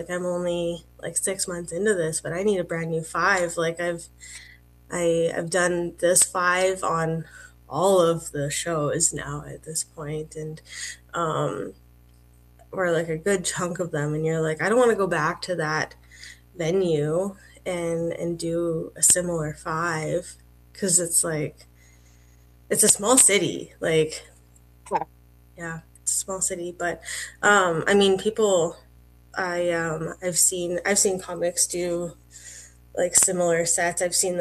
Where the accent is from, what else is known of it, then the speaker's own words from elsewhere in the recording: Red Deer, Alberta, Canada; because we were living in Victoria, and I'm originally from Red Deer, and our plan was to like always kind of move back to like Alberta.